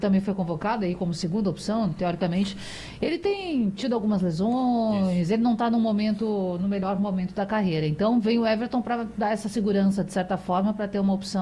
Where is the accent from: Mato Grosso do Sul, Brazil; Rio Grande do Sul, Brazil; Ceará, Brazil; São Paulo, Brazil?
Rio Grande do Sul, Brazil; Bom, eu, você sabe, né, que eu sou gaúcha, sou colorada